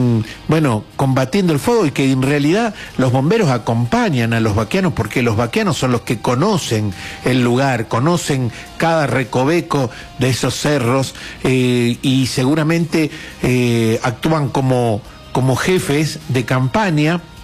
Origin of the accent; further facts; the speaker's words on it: Argentina; Nosotros, como argentinos, tenemos corazón, tenemos alma, tenemos garra y tenemos fuego dentro de nuestra alma.